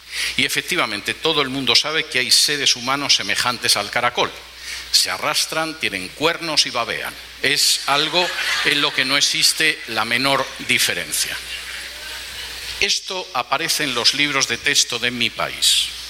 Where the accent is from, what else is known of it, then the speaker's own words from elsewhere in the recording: Spain; Por ejemplo, en mi país, hace cosa de poco más de un año, en algunas regiones de España